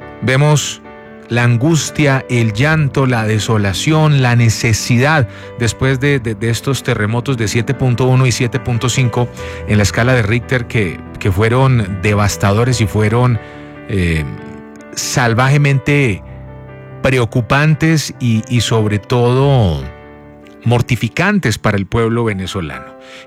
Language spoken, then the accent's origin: Spanish; Armenia, Quindío, Colombia; nosotros aquí en Colombia, sobre todo yo que soy de Armenia.